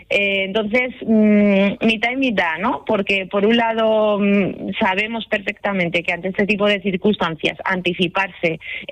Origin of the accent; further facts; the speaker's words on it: Toledo, Castilla-La Mancha, Spain; yo soy de Toledo.